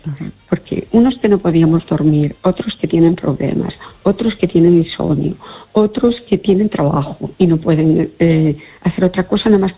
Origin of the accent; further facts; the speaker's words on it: Fene, Galicia, Spain; Hola, buenas noches.